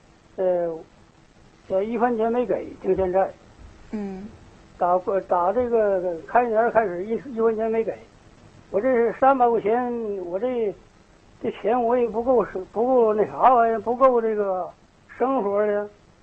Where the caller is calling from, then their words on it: Jinzhou, Liaoning, China; 家是锦州市太和区，新民街道温家屯村